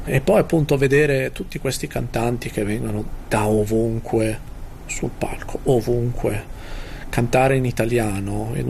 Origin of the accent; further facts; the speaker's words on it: Como, Lombardy, Italy; accent: Como; io sono di Como. Infatti ho appena detto che io sono di Como, ma forse dovrei dire che io sono di Como. Da Como tutte le E che noi diciamo sono sbagliate, come in Ticino